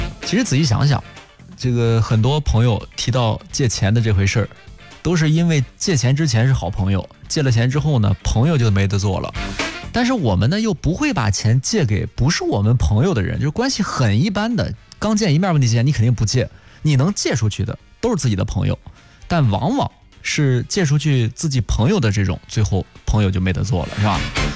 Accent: Henan, China; 得亏我家就是河南的

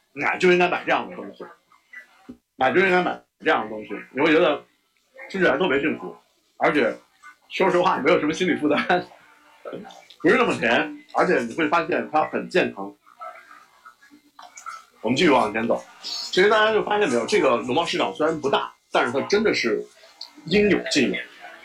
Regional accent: Henan, China; 咱们河南人喜欢吃面啊，喜欢吃面。

